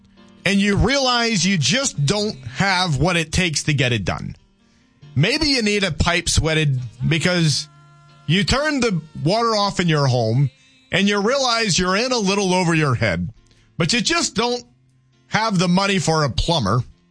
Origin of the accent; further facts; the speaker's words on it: Louisiana, United States; moved away; But I mean, growing up in Louisiana, right, my folks are down there.